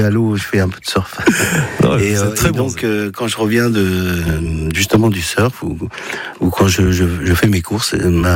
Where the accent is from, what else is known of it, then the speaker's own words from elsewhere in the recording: Villiers-sur-Marne, Île-de-France, France; also born or lived in Paris; Je suis né à Paris par accident, en fait. Et j'ai grandi en région parisienne, du côté de Villiers-sur-Marne, du côté des bords de Marne.